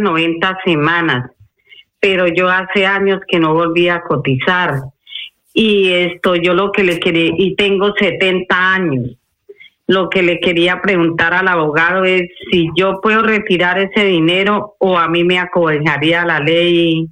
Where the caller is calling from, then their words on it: Madrid, Community of Madrid, Spain; desde Madrid.